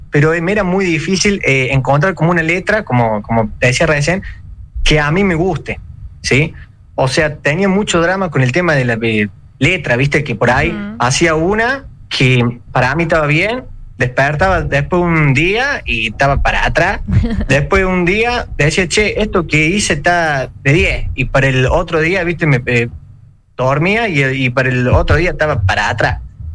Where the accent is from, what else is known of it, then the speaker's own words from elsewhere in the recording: Córdoba, Argentina; accent: Cordoban; Capital, sí, Córdoba capital.